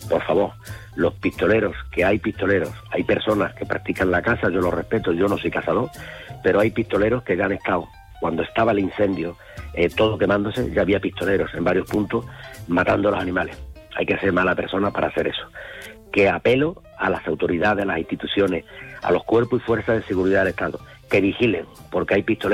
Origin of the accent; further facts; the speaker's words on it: Berrocal, Andalusia, Spain; criado en Berrocal